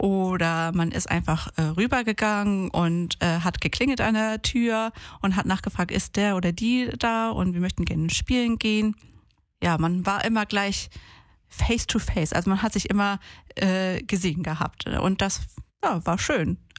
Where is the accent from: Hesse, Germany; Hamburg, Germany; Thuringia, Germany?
Hamburg, Germany; also born or lived in Portugal; da war ich 2 oder 3 Monate alt nach Deutschland gekommen mit meinen Eltern. Und ich bin bei meinen Großeltern mütterlicherseits und auch mit den Geschwistern von meiner Mutter groß geworden. Wir haben in einer 3-Zimmer-Wohnung mitten auf St. Pauli gelebt.